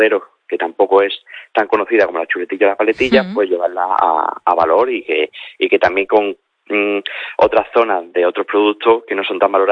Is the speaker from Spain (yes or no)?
yes; Castuera, Extremadura, Spain; born or raised there